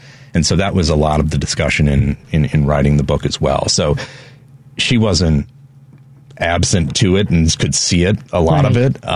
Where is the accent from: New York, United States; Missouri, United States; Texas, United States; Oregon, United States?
Missouri, United States; St. Louis; St. Louis.